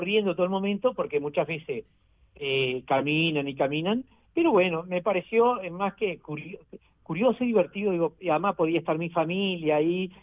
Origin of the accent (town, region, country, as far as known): Uruguay